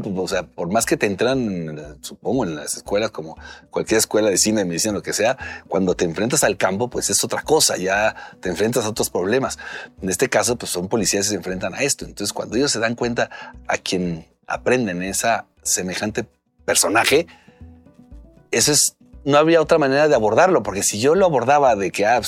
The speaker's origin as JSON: {"language": "Spanish", "country": "Mexico"}